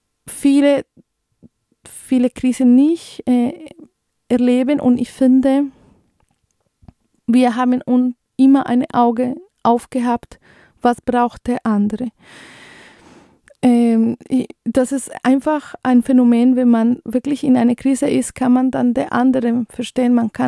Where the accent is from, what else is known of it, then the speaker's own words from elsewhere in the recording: Colombia; moved away as an adult; now in Germany; ich bin aus Kolumbien und ich bin aus der Grenze zu Venezuela, da bin ich geboren und da bin ich auch groß geworden. Und ich finde, also ich bin in den 90er Jahren groß geworden